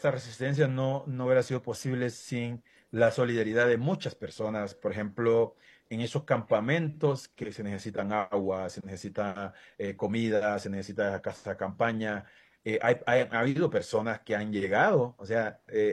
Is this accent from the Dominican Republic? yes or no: no; Iriona, Colón, Honduras; que yo nací allá en Iriona, desde ahí donde mi mamá me enseñó a sembrar yuca, a sembrar coco